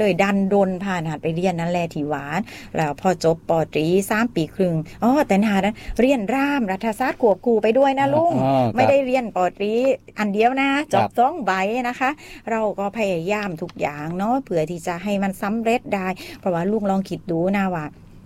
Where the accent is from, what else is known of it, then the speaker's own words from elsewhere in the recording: Songkhla, Thailand; also born or lived in Surat Thani; ที่บ้านก็อยากให้เรียนหน้าด้านบ้านอยู่สงขลานะคะก็ต้องมาเรียนโรงเรียนตาบอดที่สุราษฎร